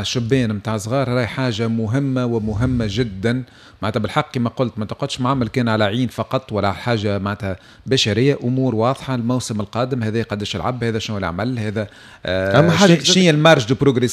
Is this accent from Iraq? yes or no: no; Tunisia; احنا عندنا في تونس